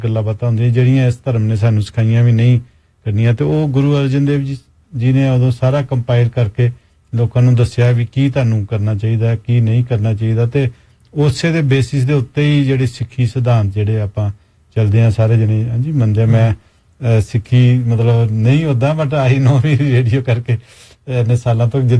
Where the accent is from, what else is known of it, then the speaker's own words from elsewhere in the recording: Amritsar, Punjab, India; ਮੈਂ ਕਿਉਂਕਿ ਅੰਮ੍ਰਿਤਸਰ ਤੋਂ ਹਾਂ ਜਿਹੜਾ ਸਾਡਾ ਬਚਪਨ ਤੋਂ ਲੈ ਕੇ ਸਾਰਾ ਸਮਾਂ ਜਿਹੜਾ ਨਾ ਉੱਥੇ ਬੀਤਿਆ